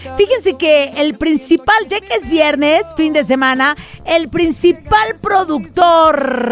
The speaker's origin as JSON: {"language": "Spanish", "town": "Mazatlán", "region": "Sinaloa", "country": "Mexico", "said": "mi tierra, Mazatlán, Sinaloa"}